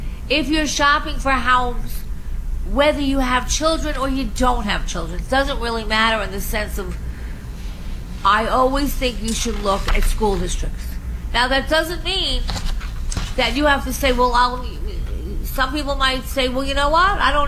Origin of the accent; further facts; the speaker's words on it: Long Island, New York, United States; I grew up on Long Island